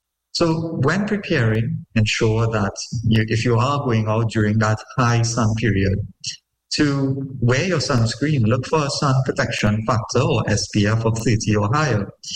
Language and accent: English; Trinidad & Tobago; I really focused on looking at things that affect us as a Trinidadian population.